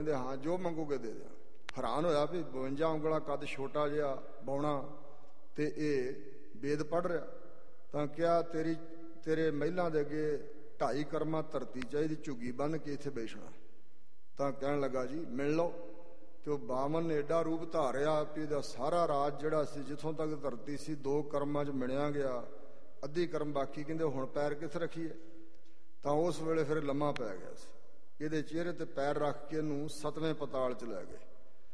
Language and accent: Punjabi; Punjab, India; ਮੇਰੇ ਨਾਲ ਦੇ ਪਿੰਡ ਰੰਗੜ ਨੰਗਲ ਵਿੱਚ, ਰੰਗੜ ਨੰਗਲ ਪਿੰਡ ਨਾਲ ਹੀ ਆ ਮੇਰੇ ਪਿੰਡ ਦੇ, ਜ਼ਿਲ੍ਹਾ ਗੁਰਦਾਸਪੁਰ 'ਚ